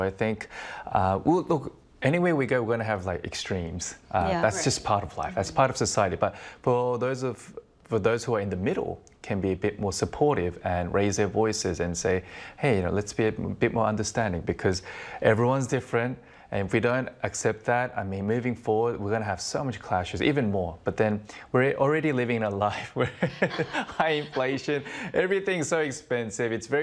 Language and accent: English; Sydney, New South Wales, Australia; I grew up in Sydney